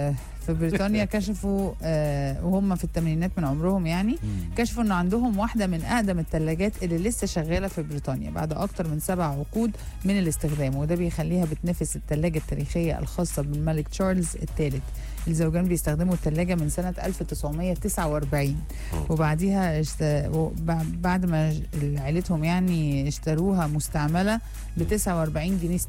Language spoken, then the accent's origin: Arabic; Egypt; عندنا في مصر